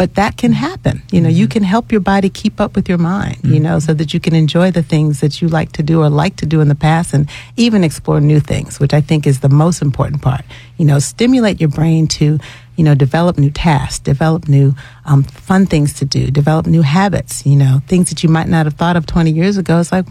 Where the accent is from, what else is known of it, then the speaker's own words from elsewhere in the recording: New York, United States; also born or lived in North Carolina / Augusta, Georgia; now in Atlanta, United States; I'm originally from New York, born and bred, grew up there, went to school in the South, did my training in terms of undergraduate medical school in North Carolina, and then was in Augusta, Georgia at the medical college